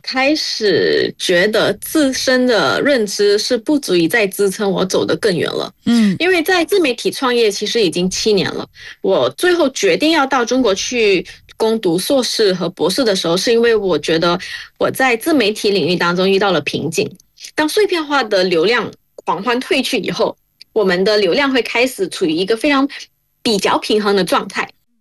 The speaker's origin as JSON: {"language": "Chinese", "country": "Malaysia", "said": "我就开始在思考一个问题，就是我们马来西亚华人跟中国华人有什么不同吗？"}